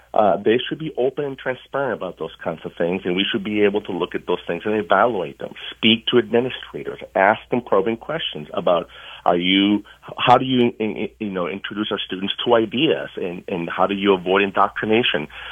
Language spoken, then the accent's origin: English; Rochester, New York, United States; moved away as an adult; I grew up in Rochester, New York.